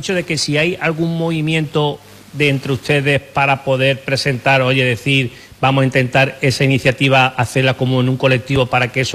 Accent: Valencia, Valencian Community, Spain; yo nací en Valencia

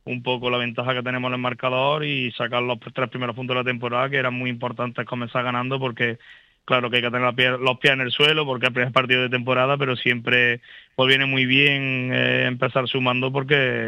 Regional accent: Córdoba, Andalusia, Spain; Como cordobés que soy y me muevo en este fútbol y en estos ámbitos

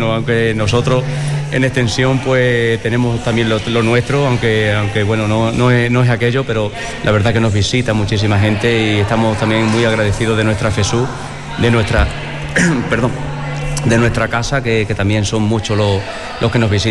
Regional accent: Azuaga, Extremadura, Spain; born there; also born or lived in Sanlúcar de Barrameda; a mi pueblo de Azuaga, y bueno, también con un pellizquito de Sanlúcar, que es la tierra donde me han forjado, digamos, en la música.

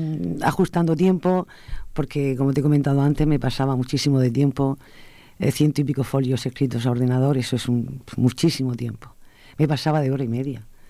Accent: Molina de Segura, Region of Murcia, Spain; Nací en Molina, he trabajado en Molina, me he criado en Molina, he crecido en Molina y he trabajado 43 años en la enseñanza, en el Colegio de Salcillo

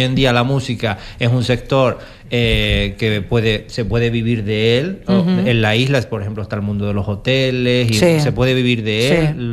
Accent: Lanzarote, Canary Islands, Spain; La gente pensaba que no éramos de Lanzarote.

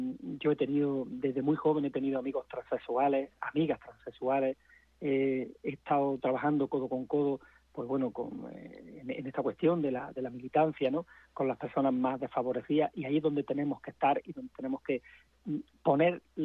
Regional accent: Andalusia, Spain; Yo me siento absolutamente, vamos, a gusto con mi acento, y me siento una persona que habla como hablaban mis ancestros, con una trayectoria, una cultura de siglo impregnada en el velo del paladar, ¿no? Y que tenemos que reivindicar, porque es una forma de hablar. Andalucía tiene distintas

